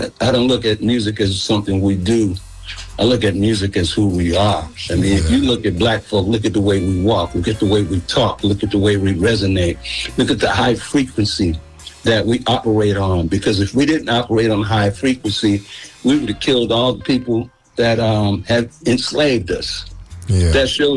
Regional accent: San Francisco, California, United States; also born or lived in New Orleans; I was part of the Panther Party growing up here in San Francisco when I came out here from New Orleans.

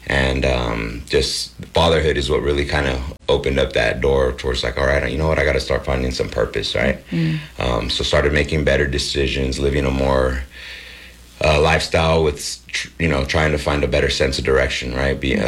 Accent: Gilroy, California, United States; moved away; grew up in Gilroy. That's where I was yesterday, and back in my hometown.

